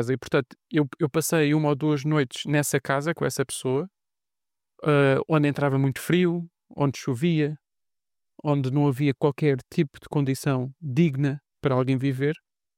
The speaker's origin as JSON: {"language": "Portuguese", "region": "Lisbon", "country": "Portugal", "tie": "born there", "moved": "yes", "said": "eu nasci em Lisboa. Lisboa é a minha cidade. Embora eu já não viva, em Lisboa, tive que viver fora."}